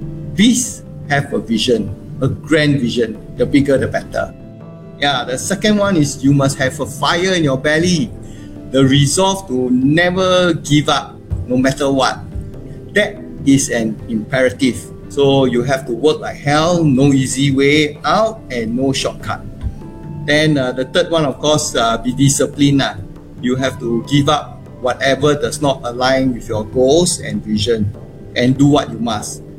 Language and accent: English; Hougang, Singapore; But we grew up together. We are both from St. Gabriel's, Hougang boys.